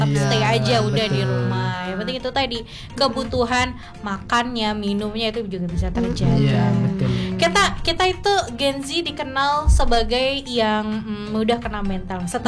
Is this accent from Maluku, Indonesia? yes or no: no; Pontianak, West Kalimantan, Indonesia; kita orang Pontianak